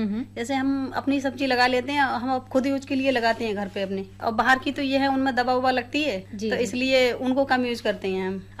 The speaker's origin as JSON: {"language": "Hindi", "region": "Uttar Pradesh", "country": "India", "said": "ग्राम Rampura तहसील Mirganj."}